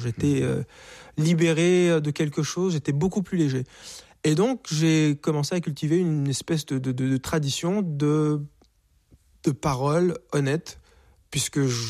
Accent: Rwanda; now in Canada; Bah, je suis d'origine rwandaise. Étais-tu là pendant le génocide ? Oui, mais ma famille va bien. Elle est quelque part en Allemagne ou elle est avec moi au Canada

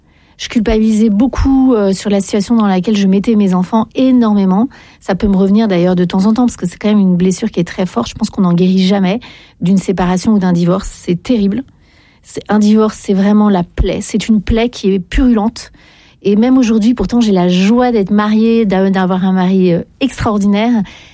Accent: Paris, Île-de-France, France

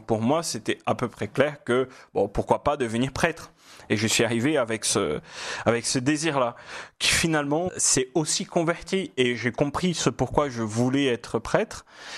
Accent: France; Parce que je viens du nord-est, donc je pars au sud-est, où là on parle différemment.

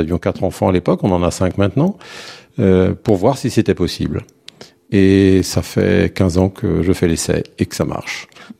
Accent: Rennes, Brittany, France; j'étais encore lycéen à Rennes, où je suis né à Rennes en Bretagne.

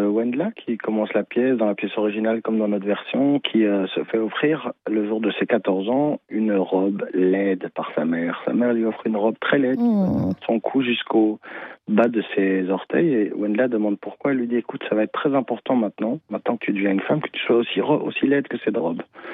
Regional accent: Morocco; Je suis marocain.

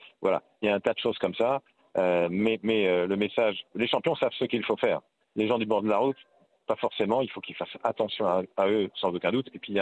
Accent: Grand Est, France; now in Paris, France; même si je suis un Parisien originaire d'Alsace.

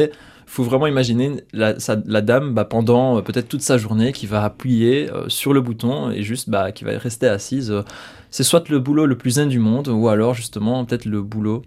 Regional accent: Liège, Wallonia, Belgium; Le son, en tant que bon liégeois, le son, il va quand même fort.

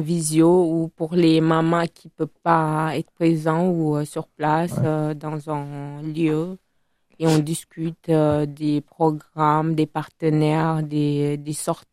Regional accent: Italy; French is a second language; now in Bordeaux, France; sur Bordeaux. De base, je viens d'Italie.

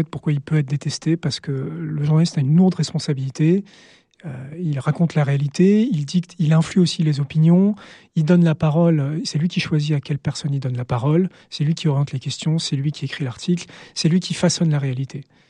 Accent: Palaiseau, Île-de-France, France; j'ai grandi, en fait, dans une banlieue parisienne assez banlieue dortoir, assez désincarnée, plutôt aisée. C'est Palaiseau, pour ceux qui connaissent dans l'Essonne.

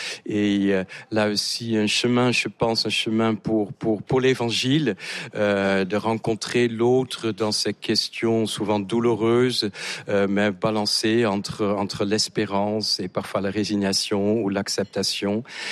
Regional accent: Netherlands; French is a second language; now in France; Tout à fait, que je n'ai pas perdu depuis les 35 ans que je suis en France. Je suis néerlandais et donc venu il y a 35 ans en France.

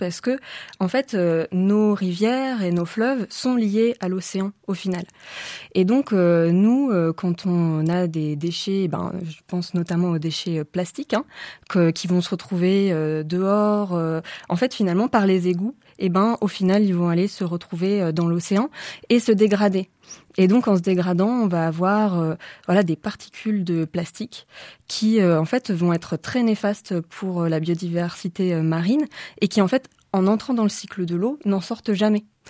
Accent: Grenoble, Auvergne-Rhône-Alpes, France; now in Loire, France; Eh ben moi, je suis ligérienne, mais en fait, je suis originaire de Grenoble.

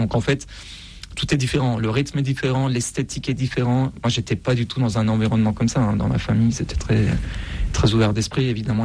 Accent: Iran; Moi, j'ai grandi en Iran sous Ahmadinejad, Khatami, Rouhani, des présidents conservateurs et réformateurs.

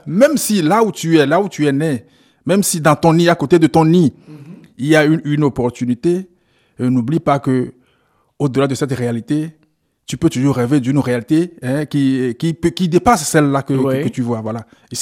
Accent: Lomé, Maritime, Togo; moved away as an adult; now in Belgium; Je suis togolais d'origine. Et Lomé, où je suis né, garde pour moi le charme de l'enfance.

